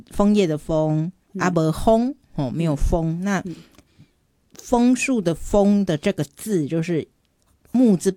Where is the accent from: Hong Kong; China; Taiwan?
Taiwan; Kaohsiung; 那个阿昏小时候就是我们的家乡哦，高雄、